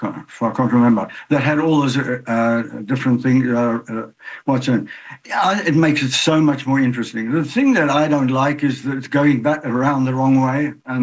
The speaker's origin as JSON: {"language": "English", "country": "South Africa", "tie": "born or raised there", "said": "I grew up in South Africa, and yes. South Africa was racing right all the time. I mean, in our little hometown."}